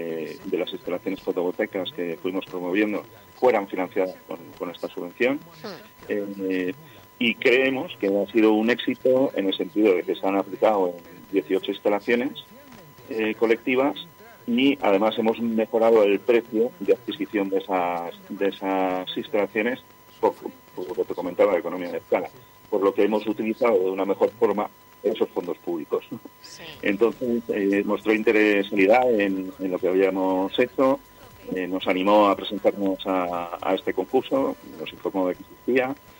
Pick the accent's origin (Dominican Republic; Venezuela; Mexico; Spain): Spain; Bubierca, Aragon